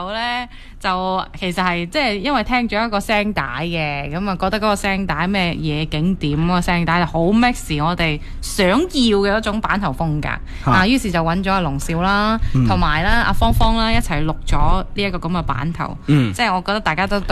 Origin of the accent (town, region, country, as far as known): Guangdong, China